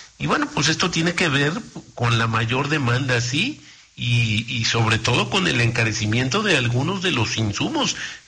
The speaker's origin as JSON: {"language": "Spanish", "country": "Mexico"}